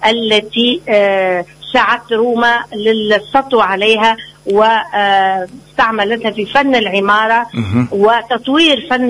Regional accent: Tunisia; متحف يعني من أجمل ما عندنا في تونس ومن أروع المتاحف.

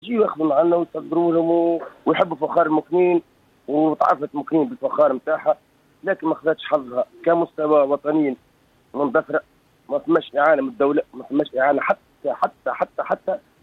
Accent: Guellala, Medenine, Tunisia; أولا مرحبا بكم في بلادنا وفي حومتنا في حومة قلالات في عاصمة الفخار.

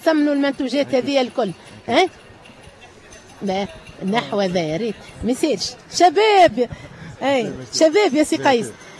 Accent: Tunisia; وراهو ما نكبروا كان ببعضنا التوانسة, راهو ما نجموا ننجحوا كان مع بعضنا.

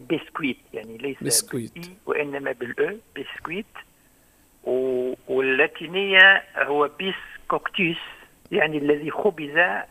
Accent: Tunisia; عندنا في تونس

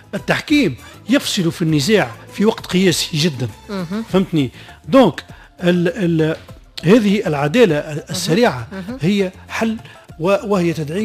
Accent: Tunisia

